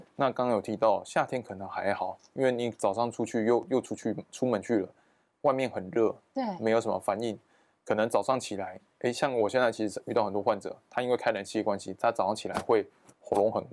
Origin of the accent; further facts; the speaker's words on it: Taiwan; 我们台湾人其实水都喝不大够。